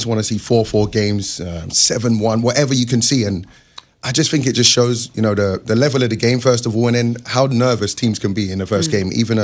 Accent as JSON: {"language": "English", "region": "England", "country": "United Kingdom", "tie": "born or raised there", "said": "to me it was amazing because I grew up in England."}